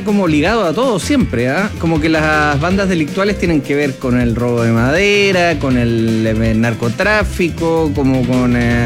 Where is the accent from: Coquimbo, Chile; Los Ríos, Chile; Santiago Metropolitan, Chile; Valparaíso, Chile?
Coquimbo, Chile; La Serena; moved away; mi infancia en La Serena